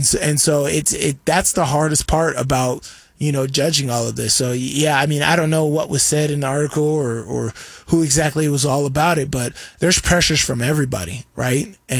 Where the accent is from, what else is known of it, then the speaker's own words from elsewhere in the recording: Las Vegas, Nevada, United States; I'm from Vegas, right? Coming up to Utah, it was cold as hell.